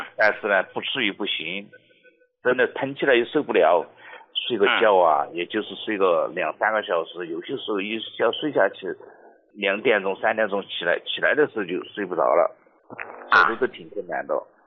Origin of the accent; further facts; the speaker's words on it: Nantong, Jiangsu, China; 我来自江苏南通的。